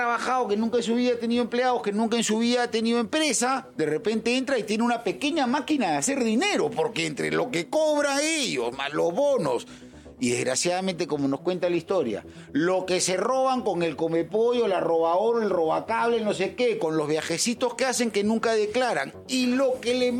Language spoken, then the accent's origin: Spanish; Peru; que los peruanos empezamos a creer en el futuro nuevamente